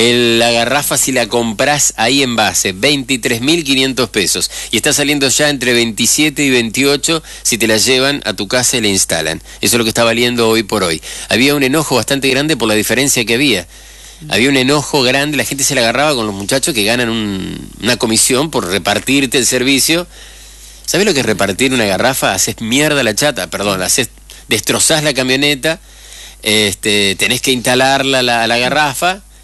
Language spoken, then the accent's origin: Spanish; Argentina; Así somos en Argentina.